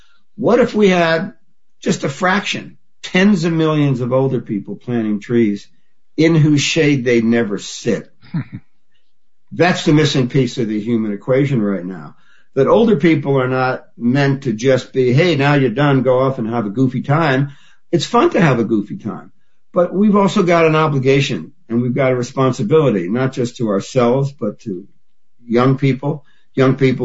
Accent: Newark, New Jersey, United States; I grew up in Newark, New Jersey, and I was born in 1950.

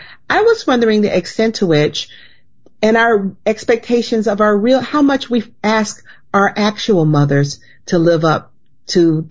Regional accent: the South, United States; As a Southerner, everyone's always saying, Southern families are such great storytellers.

